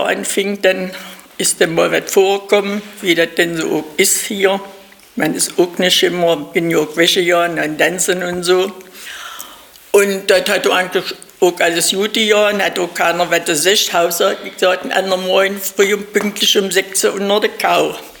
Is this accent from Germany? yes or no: yes; Seehausen, Saxony-Anhalt, Germany; Ich stamme hier aus Seehausen, Kreis Wensleben. Naja, dann bin ich dann also hier in Kochstedt gelandet. Aber ich bin eine Bauernfamilie